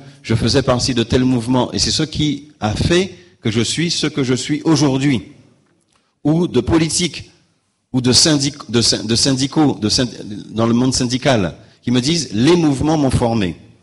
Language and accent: French; Guadeloupe